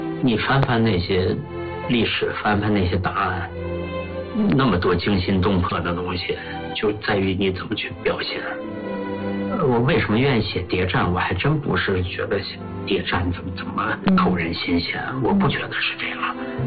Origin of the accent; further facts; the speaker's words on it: Heilongjiang, China; 因为我本身是黑龙江人嘛，小说文物多，我对那块土地特别熟悉嘛